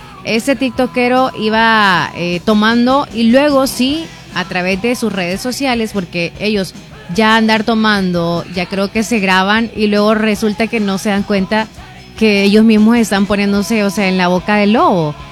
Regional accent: El Salvador; sabiendo cómo somos los salvadoreños y la economía de nosotros

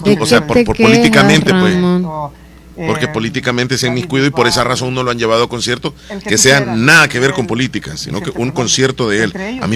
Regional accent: El Salvador; nosotros los salvadoreños somos únicos también, ¿va? Mi país.

